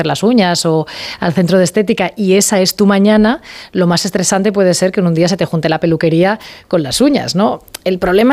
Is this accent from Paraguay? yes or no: no; Sant Feliu de Llobregat, Catalonia, Spain; Yo había estado trabajando en Barcelona hasta aquel momento, porque soy de San Feliu de Llobregat, y en un momento dado me llaman para irme a las mañanas de 4